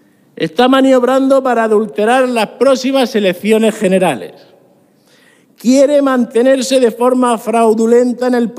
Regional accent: Spain; Señorías, como españoles, sin duda alguna, este es el principal y más grave factor que determina el actual estado del país

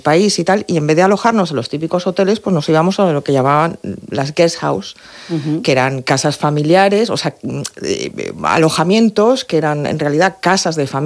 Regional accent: Madrid, Community of Madrid, Spain; moved away as an adult; also born or lived in New York; los dos somos de Madrid, criados en Madrid, educados en Madrid, pero los dos con raíces murcianas y con sangre murciana. Uh-huh. Los dos, cuando terminamos nuestras respectivas carreras, nos fuimos a vivir a Nueva York

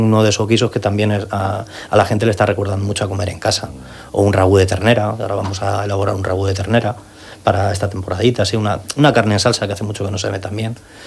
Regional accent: Madrid, Community of Madrid, Spain; now in Murcia, Spain; Aún así, yo que soy de Madrid, de decir y romper lanza a favor aquí de Murcia

